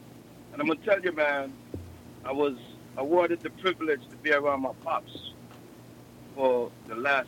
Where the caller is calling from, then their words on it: Cotton Ground, Nevis, St. Kitts & Nevis; I'm from Cotton Ground Village in Nevis.